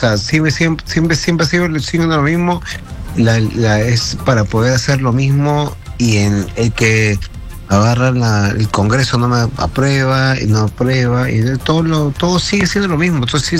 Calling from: Lima, Peru

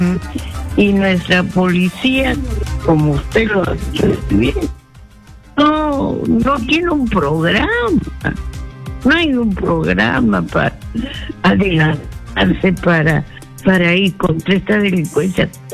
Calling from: Lima, Peru; Le hablo desde Surquillo

